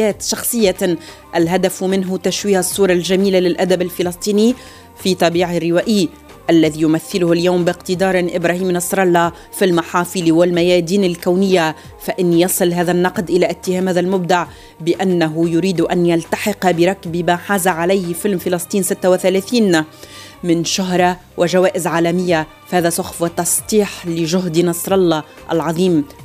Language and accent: Arabic; Palestine; يسيء إلينا جميعا كفلسطينيين وعرب عموما